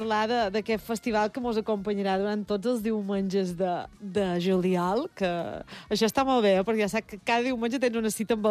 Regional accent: Balearic Islands, Spain; som mallorquins

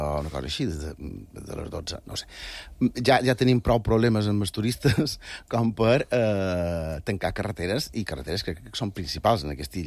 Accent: Balearic Islands, Spain; Som mallorquins

